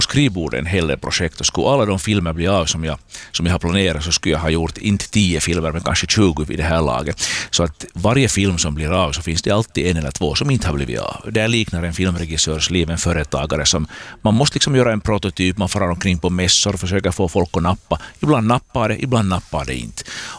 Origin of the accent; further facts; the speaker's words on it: Porvoo, Uusimaa, Finland; När jag var tonåring här i Borgå, gick i Strömborgska